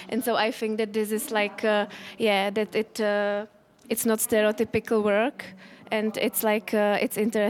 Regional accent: Czechia; English is a second language; from Czech Republic, and this is our last day in Vienna.

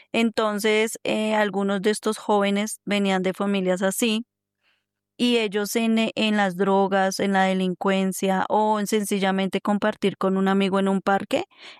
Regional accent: Colombia

